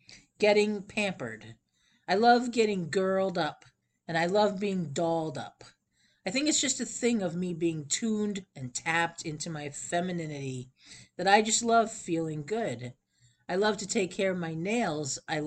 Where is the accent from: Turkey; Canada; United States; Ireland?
United States; Hawaii; born there; Southern California has really good surf year-round, and I was born in Hawaii. So I feel like it's tradition that you have to know how to surf.